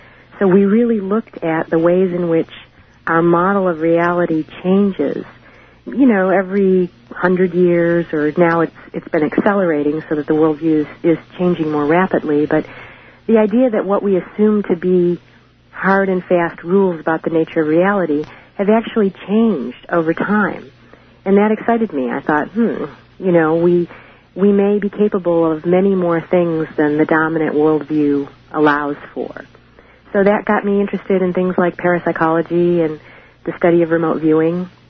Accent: Detroit, Michigan, United States; now in Petaluma, United States; I grew up in Detroit, Michigan in the 60s and 70s

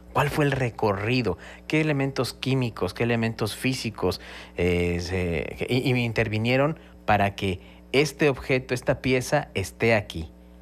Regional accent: Mexico City, Mexico; now in Campeche, Mexico; yo soy chilango y me vine a vivir aquí a Campeche y me casé con una campechana.

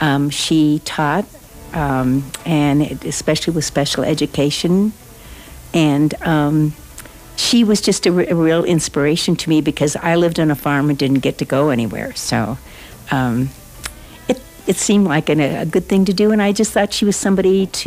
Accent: Wisconsin, United States; Yes, I came from Wisconsin.

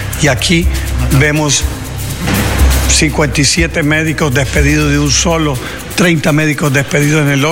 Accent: Honduras; como hondureño no nos deja muy satisfechos.

